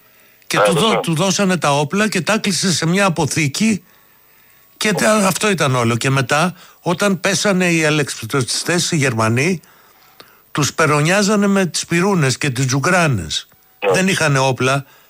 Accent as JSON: {"language": "Greek", "region": "Crete", "country": "Greece", "said": "Και εγώ είμαι από την Κρήτη, να σκεφτείς."}